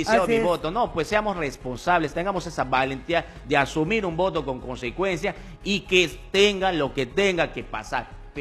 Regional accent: Loreto, Peru; también pues los loretamos somos centralistas

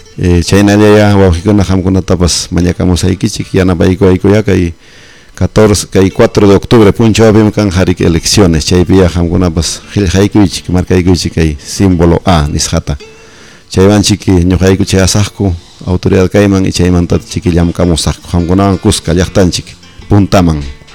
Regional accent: Andes, Peru; first language Quechua; Spanish is a second language; Hablo quechua, es mi lengua original. No puedo negar, yo aprendí a hablar castellano ya en el colegio como la mayoría de los andinos.

